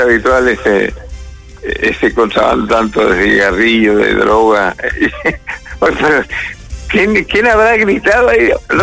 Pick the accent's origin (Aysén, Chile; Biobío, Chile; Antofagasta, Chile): Antofagasta, Chile; Tocopilla; Ya la empresa, imagínese cuando nosotros llegamos, o sea, yo llegué de Tocopilla acá, ya estaba 31 años en la región explotando este mineral.